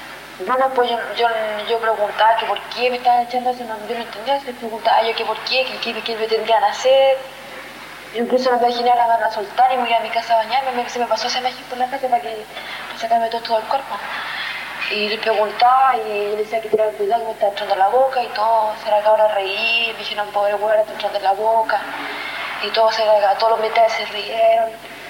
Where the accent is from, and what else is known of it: Chile